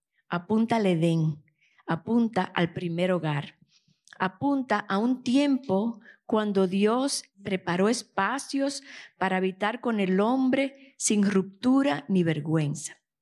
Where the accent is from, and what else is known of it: Dominican Republic; now in United States